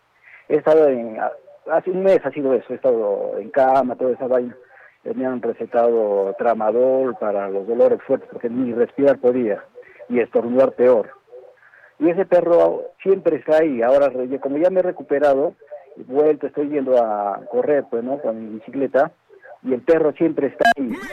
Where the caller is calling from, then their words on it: Arequipa, Peru; Yo soy de Mariscal Castilla.